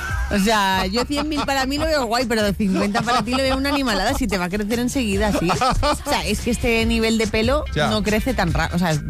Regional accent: Valencian Community, Spain; moved away; A mi tierra, Anda Ya Day, el viernes 2 de octubre por la tarde en el Palacio de Congresos de Valencia.

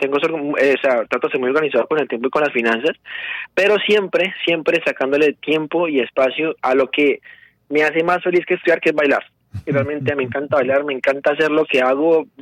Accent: Valle del Cauca, Colombia; soy del Valle, bailo salsa hace mucho tiempo y dije, bueno, empecemos.

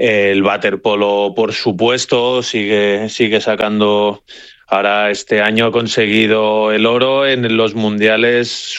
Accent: Spain; La verdad que yo soy español y de con España

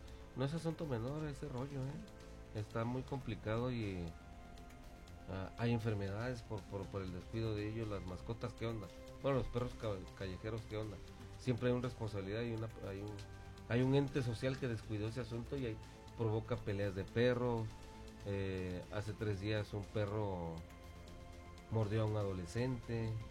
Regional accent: northern border, Mexico; Somos unos benditos los fronterizos.

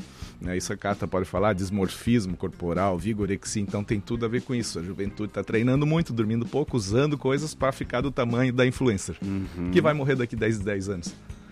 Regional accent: Brazil; A gente é brasileiro, né?

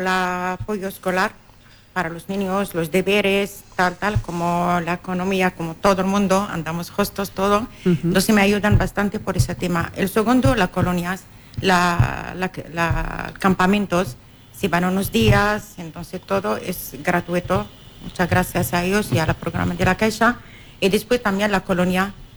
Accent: Morocco; Sí, es el sur de Marruecos, y Sahara.

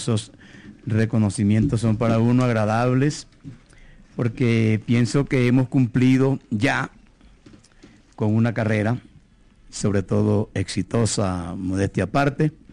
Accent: Caribbean Region, Colombia; los 5 somos costeños.

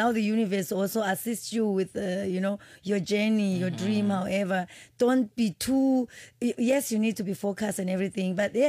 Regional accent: Botswana; also born or lived in Zimbabwe; Yeah, and I was born there. Okay. Yeah, and then but I grew up then in Botswana. My father is from Botswana.

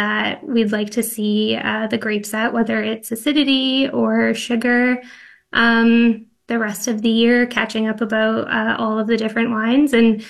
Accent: Ontario, Canada; I grew up in the Niagara region

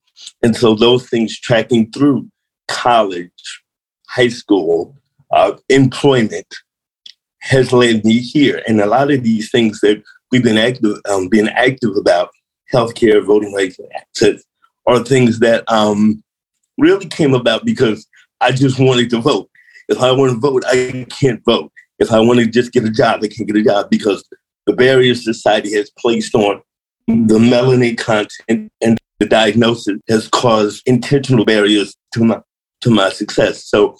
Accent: St. Louis, Missouri, United States; I came from St. Louis, Missouri, at the end of the 60s and the 70s. And it's very segregated. It was the northernmost antebellum South State.

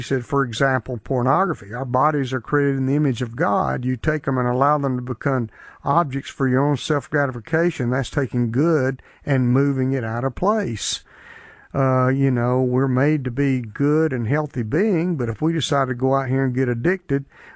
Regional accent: Griffin, Georgia, United States; born or raised there

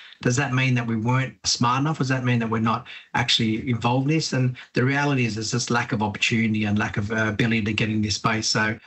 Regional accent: Australia; born or raised there

